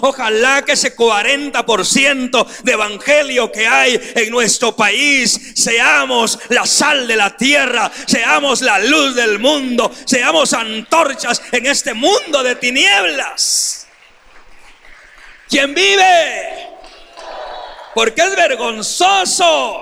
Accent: Guatemala; hablemos así, en palabras chapinas y sencillas

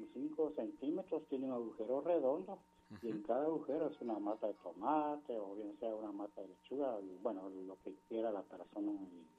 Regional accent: Guatemala; yo soy puro chapín.

